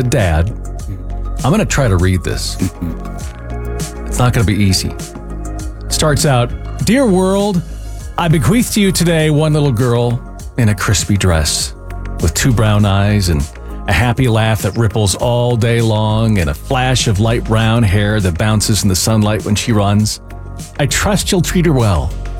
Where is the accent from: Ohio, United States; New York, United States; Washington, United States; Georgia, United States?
Washington, United States; Seattle; moved away; I grew up in Seattle